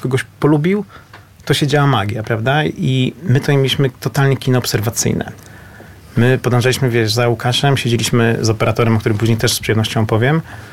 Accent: Warsaw, Masovian Voivodeship, Poland; bo jestem z Warszawy.

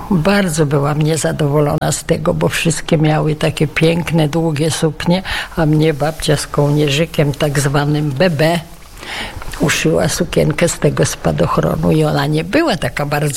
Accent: Warsaw, Masovian Voivodeship, Poland; Tak, jest urodzona w Warszawie, jestem. I całe moje dorosłe życie i pracę w Warszawie, i moi rodzice też.

